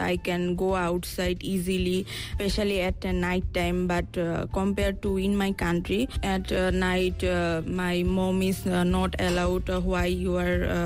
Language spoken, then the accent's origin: English; Bangladesh; moved away as an adult; now in Busan, South Korea; I'm from Bangladesh. I came to Busan last 3 months ago for completing my higher education, especially bachelor degree.